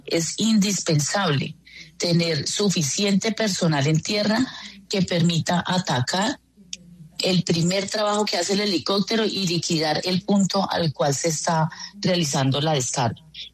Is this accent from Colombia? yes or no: yes; Colombia; tenemos que buscar siempre como colombianos estar unidos.